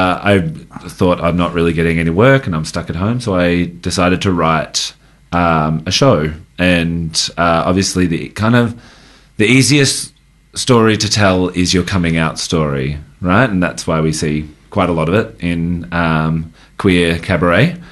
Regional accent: Mallee, Australia; So I grew up in the Mallee, and it's just my story kind of chronologically

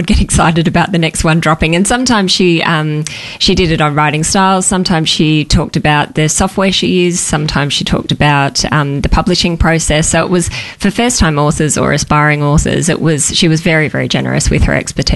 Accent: Melbourne, Victoria, Australia; moved away as an adult; also born or lived in Western Australia; Actually, I was born in Melbourne, grew up in Melbourne, and then moved to WA when I'd finished school.

